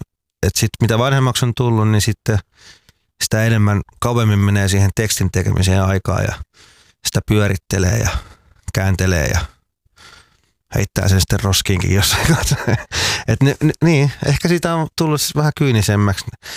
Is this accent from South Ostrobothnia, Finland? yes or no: no; Tampere, Pirkanmaa, Finland; vaikka mä koen, että olen tamperelainen, tai me ollaan, sanotaanko, että me ollaan tamperelaistuttu